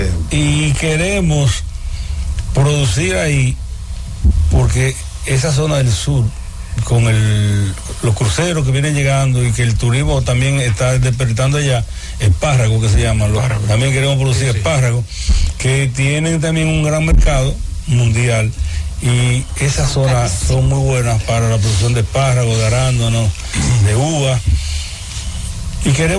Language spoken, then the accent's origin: Spanish; Dominican Republic; A nivel nacional somos los dominicanos batalladores